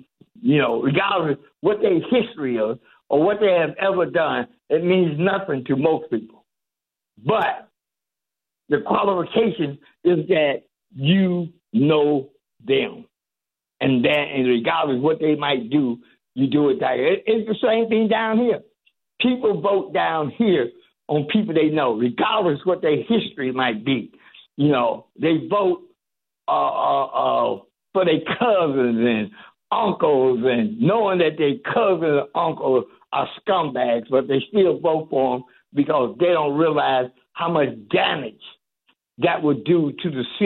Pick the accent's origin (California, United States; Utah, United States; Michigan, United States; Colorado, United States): Michigan, United States; Detroit; He's going to get some votes. I'm from Detroit. He's going to get some votes.